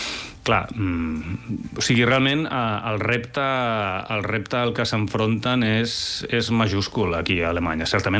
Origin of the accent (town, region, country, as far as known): Catalonia, Spain; moved away as an adult; now in Berlin, Germany